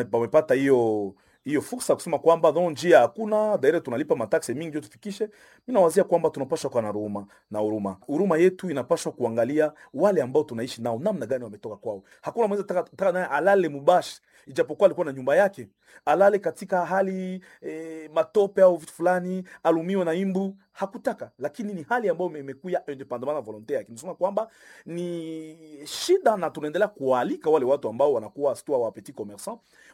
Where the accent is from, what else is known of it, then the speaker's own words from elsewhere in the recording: DR Congo; sisi ni wakongomani